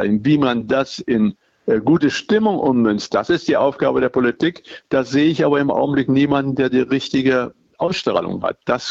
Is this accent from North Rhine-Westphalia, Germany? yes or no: no; Erfurt, Thuringia, Germany; selbst als Erfurter